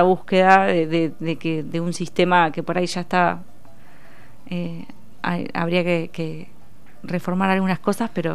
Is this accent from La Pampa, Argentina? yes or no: no; Mar del Plata, Buenos Aires Province, Argentina; moved away as an adult; now in La Plata, Argentina; Mi infancia y mi adolescencia, el crecimiento fue en Mar del Plata. Y bueno, y ya cuando a los 20 y pico de años, no me acuerdo qué era, en qué edad me vine